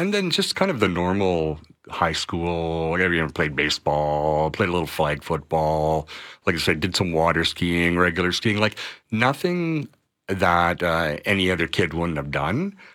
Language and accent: English; Spruce Grove, Alberta, Canada; also born or lived in Calgary; Well, I was born in Calgary and then brought up to Spruce Grove